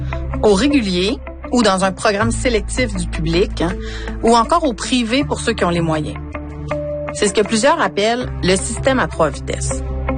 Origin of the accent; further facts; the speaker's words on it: Sherbrooke, Quebec, Canada; Avec ma réalisatrice, Christine Chavary, on retourne dans ma ville natale, Sherbrooke, pour voir comment ça se passe là-bas.